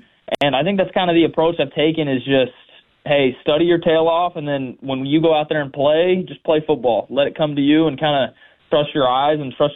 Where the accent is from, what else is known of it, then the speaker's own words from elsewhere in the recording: Georgia, United States; I couldn't tell you how many Saturdays growing up in Georgia at different ballparks or really across the entire Southeast just playing different baseball